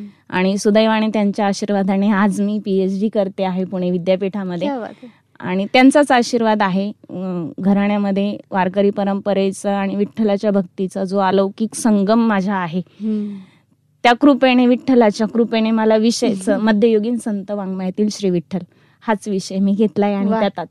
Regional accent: Nashik, Maharashtra, India; माझं बालपण नाशिकमध्येच. वडील माझे 83 साली इथे नाशिकला कामगार म्हणून VIP मध्ये हजर झाले आणि तेव्हापासून वडील इथे स्थायिक झाले. बालपण माझं नाशिकमध्ये.

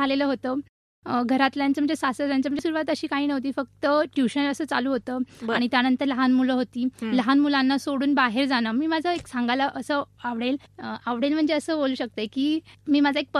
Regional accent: Mumbai, Maharashtra, India; moved away as an adult; now in Sangli, India; मी मूळच्या मुंबईची आहे. मुंब्रा इथे माझं पूर्ण शिक्षण झालेलं आहे.

